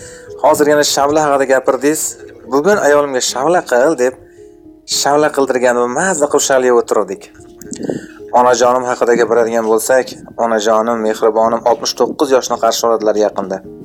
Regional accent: Bekobod, Tashkent Region, Uzbekistan; now in Chirchiq, Uzbekistan; Oilamizda Chirchiq shahrida yashaymiz. Onajonim yashaydigan, ya'ni qishlog'imiz Bekobodda.

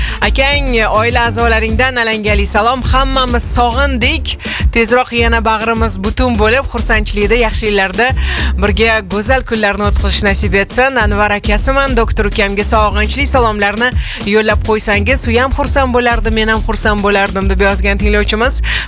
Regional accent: Tashkent, Uzbekistan; accent: Tashkent dialect; bolaligimiz, maktab davrlarimiz aynan o'sha mahallalarda o'tgan.

